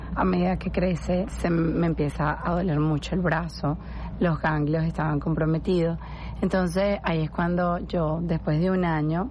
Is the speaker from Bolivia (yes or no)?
no; Venezuela; el ser venezolana